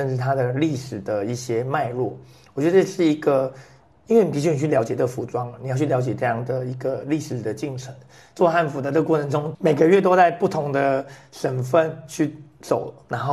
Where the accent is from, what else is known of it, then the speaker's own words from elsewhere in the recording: Taiwan; 但是呢，我们台湾人民他其实不了解